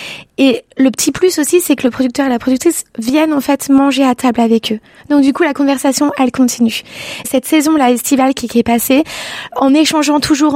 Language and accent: French; Annecy, Auvergne-Rhône-Alpes, France; puisque moi, je viens d'Annecy